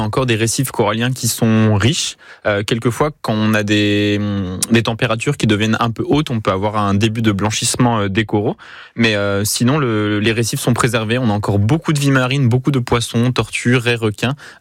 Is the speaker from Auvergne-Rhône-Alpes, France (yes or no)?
no; Grand Est, France; now in Tahiti, French Polynesia; Je retourne dans ma région natale